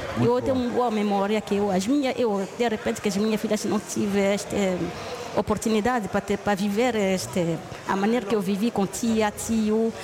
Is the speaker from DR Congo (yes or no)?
yes; DR Congo; now in Portugal; É minha terra, eu cresci ali, tenho amigas e o ambiente é diferente, não tem nada a ver com aqui.